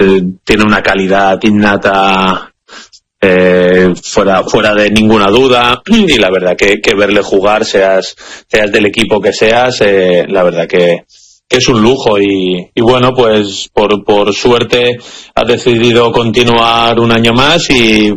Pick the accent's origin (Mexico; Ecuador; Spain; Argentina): Spain; La verdad que yo soy español, iré con España